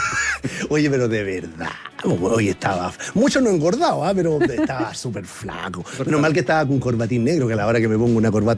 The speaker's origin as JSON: {"language": "Spanish", "town": "Melipilla", "region": "Santiago Metropolitan Region", "country": "Chile", "said": "Yo vengo del tiempo, porque yo soy de Melipilla."}